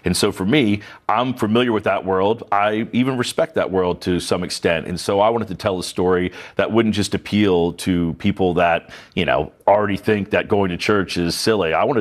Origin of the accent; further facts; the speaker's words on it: the South, United States; growing up in the South, church is obviously a big part of that culture. And, you know, I have a lot of people in my family who are very religious and involved with the church.